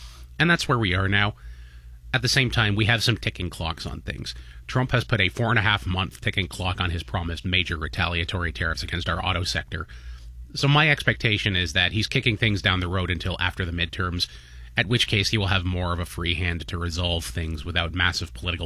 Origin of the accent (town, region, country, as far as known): Canada